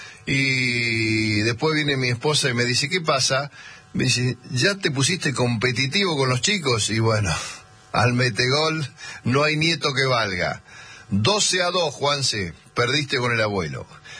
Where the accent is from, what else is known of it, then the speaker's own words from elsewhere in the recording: 25 de Mayo, Buenos Aires Province, Argentina; born there; now in Buenos Aires, Argentina; yo no estaba en 25 de mayo.